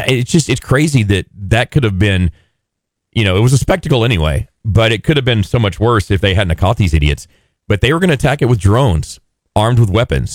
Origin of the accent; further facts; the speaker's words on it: United States; I'm an American.